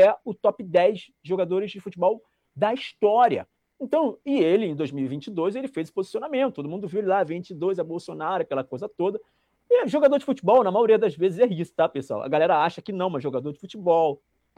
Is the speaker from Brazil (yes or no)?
yes; Brazil; quando eu falo que sou brasileiro